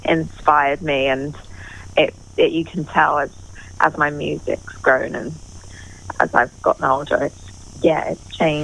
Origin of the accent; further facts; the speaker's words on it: London, United Kingdom; born there; Yeah, I'm in London. I live in London and I was born in London.